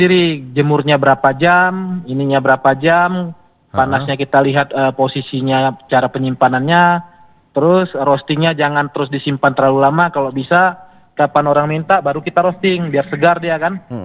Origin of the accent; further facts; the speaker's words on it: Aceh, Indonesia; dari negeri kita, Gayo